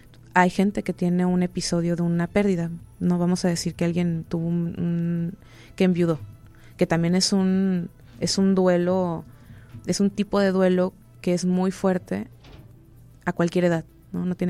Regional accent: Mexico; como nosotros, por lo menos como mexicanos, siempre va a ser va a tener un papel muy importante.

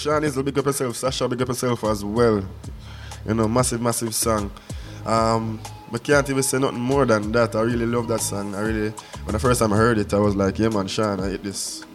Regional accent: Jamaica; I'm a Jamaican artist, I'm a Caribbean artist first

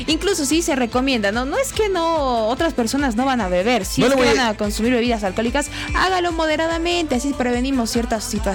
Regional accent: Bolivia; nosotros también como bolivianos

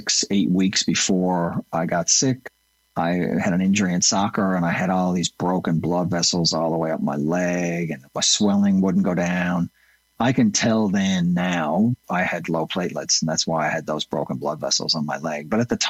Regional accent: Mount Pearl, Newfoundland and Labrador, Canada; now in St. John's, Canada; I was a little dude growing up in Mount Pearl, Newfoundland. Never shy to say I got my start in Mount Pearl. Loved that place.

